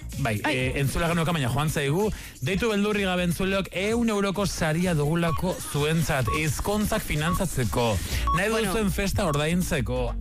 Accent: Zarautz, Basque Country, Spain; ni zarauztarra naiz baita ere.

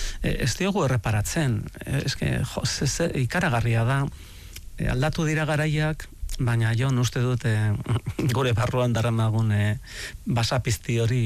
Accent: Ordizia, Basque Country, Spain; born there; Ordizian jaio nintzen

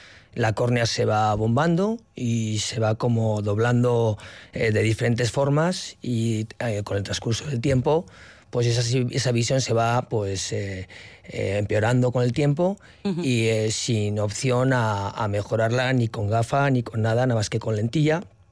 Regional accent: Barakaldo, Basque Country, Spain; voy a cumplir 50 el año que viene, ya con 14, un óptico en Baracaldo, yo soy de Baracaldo

